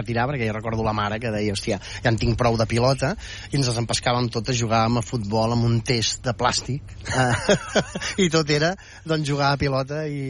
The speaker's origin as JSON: {"language": "Catalan", "town": "Barcelona", "region": "Catalonia", "country": "Spain", "tie": "born or raised there", "moved": "yes", "lives_now": "Sant Esteve de Palautordera, Spain", "said": "Jo visc a Sant Esteve de Palau Tordera des de fa moltíssims anys, però vaig néixer a Barcelona i vaig néixer en aquest barri i vaig anar a escola en aquest barri."}